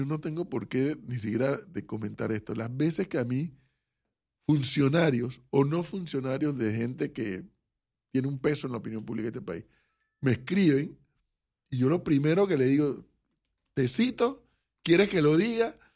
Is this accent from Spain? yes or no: no; Panama; como buen panameño, uno se le va la lengua.